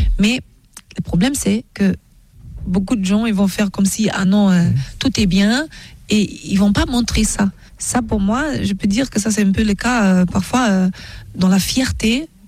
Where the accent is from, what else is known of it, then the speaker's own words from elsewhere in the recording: Germany; j'aime les bretzels aussi parce que j'ai grandi en Allemagne et j'aime le foufou et le okra et le égoussi de Nigeria.